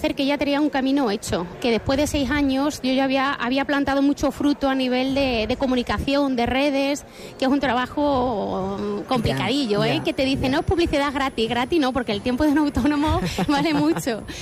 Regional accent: Badajoz, Extremadura, Spain; moved away as an adult; also born or lived in Seville; now in Hervás, Spain; lo trasladé a Badajoz, que es de donde soy.

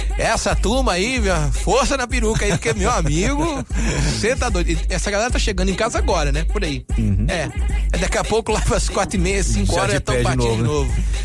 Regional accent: Santa Maria de Jetibá, Espírito Santo, Brazil; now in Vila Velha, Brazil; eu sou de lá.

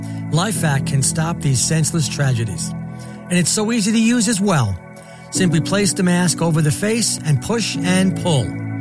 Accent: New York, United States; also born or lived in Philadelphia; I'm a New Yorker, you know, from New York and Philadelphia, and we get excited, we get upset, we scream and we yell

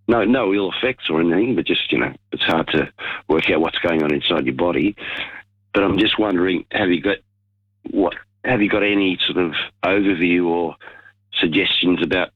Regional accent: Canberra, Australian Capital Territory, Australia; I'm from Canberra.

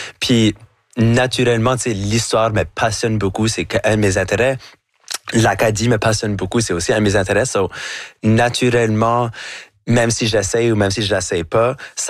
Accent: New Brunswick, Canada; accent: Acadian chiac; Parce que j'ai un accent qui va jamais être neutre. C'est là de complètement laisser ça aller, puis de faire tout ce que je fais avec mon accent, avec mon accent, avec mon chiac.

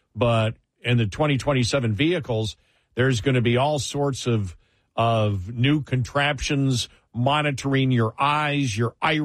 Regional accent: New York, United States; now in Texas, United States; when I grew up in Western New York, would hit from basically middle of August till the first, the first freeze.

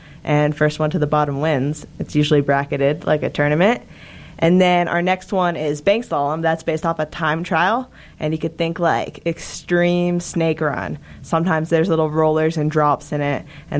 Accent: Mammoth Lakes, California, United States; moved away as an adult; now in Park City, United States; I grew up training in Mammoth Mountain, California

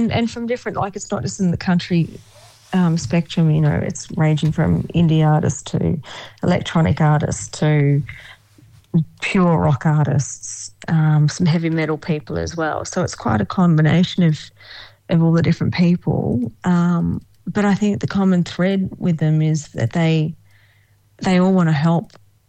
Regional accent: Australia; I love Australia. It's my hometown, but I think sometimes there's a little bit of that tall poppy syndrome that happens here in Australia.

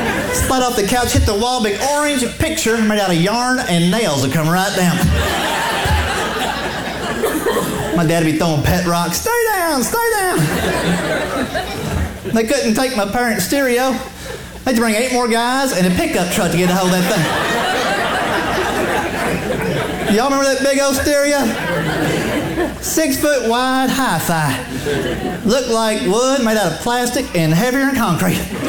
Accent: Lexington, Kentucky, United States; also born or lived in Ohio; now in Tennessee, United States; I grew up just outside of Lexington, and then I moved to Ohio for a while, and then I broke a tooth and bought a truck and had to move all the way down to Tennessee.

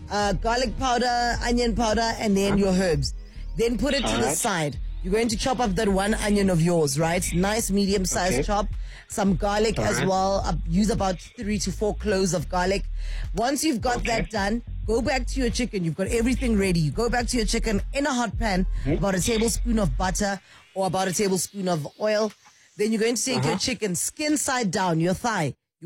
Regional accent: Soweto, Gauteng, South Africa; I'm from Naledi

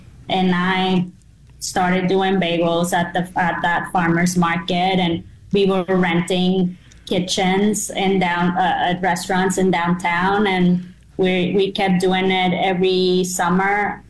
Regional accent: Mexico; I just try to add a little bit of that, and while doing it, it just brings memories growing up in Mexico.

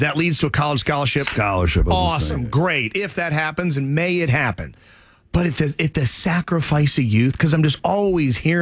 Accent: United States; I'm an American.

